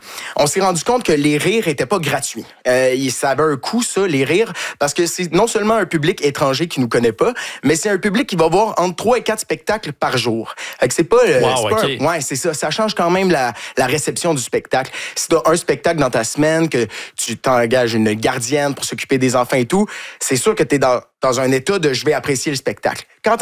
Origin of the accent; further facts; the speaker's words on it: Quebec, Canada; now in France; Et du fait qu'on est Québécois aussi, ça aide. On est dans le sud de la France, c'est un accent qu'ils ne sont pas habitués d'entendre.